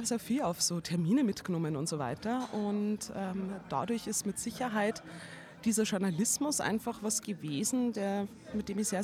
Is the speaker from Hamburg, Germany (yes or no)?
no; Landshut, Bavaria, Germany; now in Salzburg, Austria; aus Landshut.